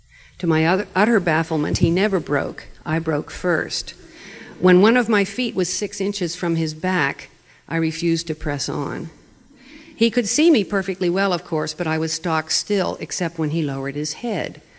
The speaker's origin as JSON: {"language": "English", "town": "Pittsburgh", "region": "Pennsylvania", "country": "United States", "said": "I'm from Pittsburgh"}